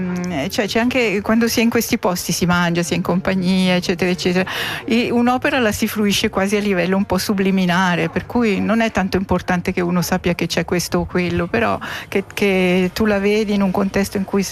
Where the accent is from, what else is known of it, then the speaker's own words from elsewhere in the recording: Ticino, Switzerland; noi siamo di Castello